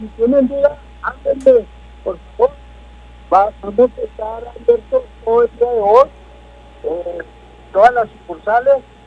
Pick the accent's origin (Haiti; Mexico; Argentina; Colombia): Mexico; a todos les encanta cómo somos los mexicanos.